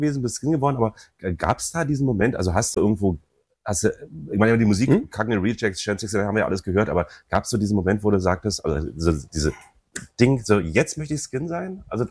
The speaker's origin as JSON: {"language": "German", "town": "Köpenick", "region": "Berlin", "country": "Germany", "said": "ich komme ja aus Köpenick und da gab es das Mecki-Dorf, Mecklenburger Dorf und da hingen halt Anfang der 80er so die ersten Punks ab."}